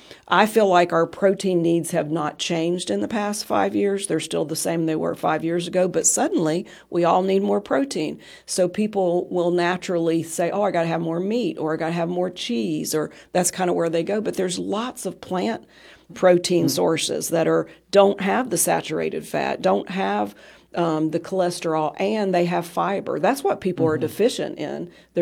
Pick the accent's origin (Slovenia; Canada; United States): United States; West Virginia; born or raised there